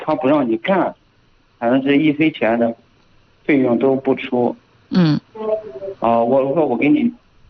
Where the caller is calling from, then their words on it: Linyi, Shandong, China; 临沂的。